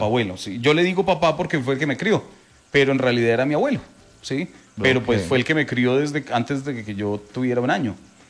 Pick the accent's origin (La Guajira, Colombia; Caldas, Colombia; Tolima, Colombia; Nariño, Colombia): Tolima, Colombia; Sí, mi papá y mi mamá son de sangre boyacense. O sea, yo soy del Tolima, pero tengo sangre de Boyacá